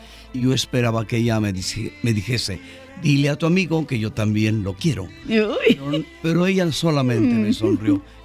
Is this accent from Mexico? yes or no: yes; Mérida, Yucatán, Mexico; born there; No se nota, pero nací en Mérida, Yucatán.